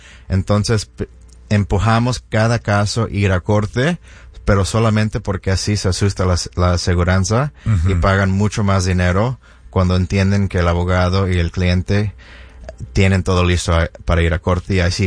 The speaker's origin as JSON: {"language": "Spanish", "country": "Mexico", "said": "Y me gusta este trabajo porque yo soy latino, soy mexicano, y mucha gente de los clientes del bufete de abogados de compensación al trabajador hablan español."}